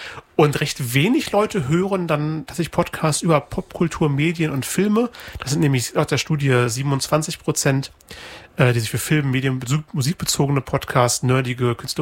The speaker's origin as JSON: {"language": "German", "town": "Braunschweig", "region": "Lower Saxony", "country": "Germany", "tie": "born or raised there", "lives_now": "Leipzig, Germany", "said": "Ich weiß, in Braunschweig, wo ich aufgewachsen bin, gibt es Radio Okerwelle. Da habe ich Schülerpraktikum gemacht. In Leipzig, wo ich inzwischen wohne, gibt es Radio Blau."}